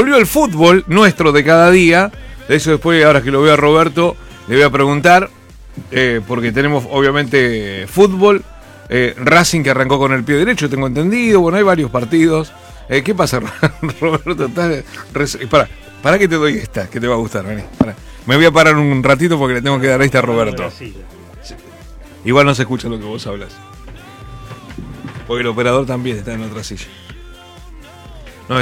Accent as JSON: {"language": "Spanish", "country": "Argentina"}